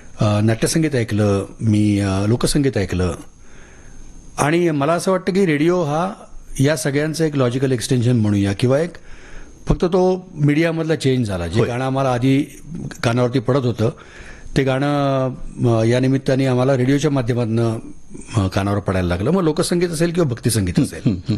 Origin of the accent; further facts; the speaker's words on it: Pune, Maharashtra, India; मी ज्या काळात पुण्यामध्ये वाढलो